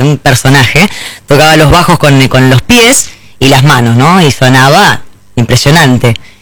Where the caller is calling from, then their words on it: Marcos Juárez, Córdoba, Argentina; No hay tonada, nos tragamos las heces como los santafesinos. Llamamos de Marco Juárez, Belvis, ya está tonadita, bien marcadita.